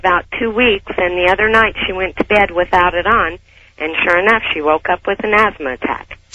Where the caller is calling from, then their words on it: Las Vegas, Nevada, United States; This is … from Las Vegas.